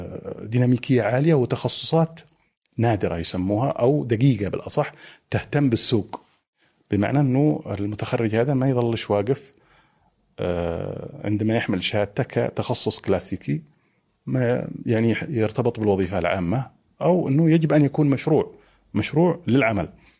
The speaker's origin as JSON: {"language": "Arabic", "country": "Saudi Arabia", "tie": "born there", "said": "فطبعا أنا من مواليد السعودية في 1974، لأن والدي كان في تلك الفترة في السعودية"}